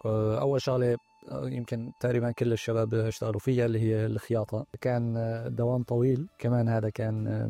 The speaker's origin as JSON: {"language": "Arabic", "country": "Syria", "moved": "yes", "said": "يعني أنا شاب سوري مثل أي شاب نزح من سوريا، طلع على بلد جديد ولقى حاله أنه هو خسر بيته ودراسته وأقربائه وبلش من الصفر."}